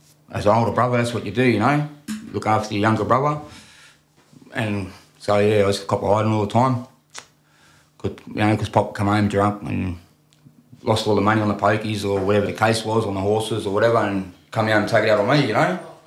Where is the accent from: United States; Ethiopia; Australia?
Australia; Redfern, New South Wales; I'm from Redfern, Yorra and Gadigal, man.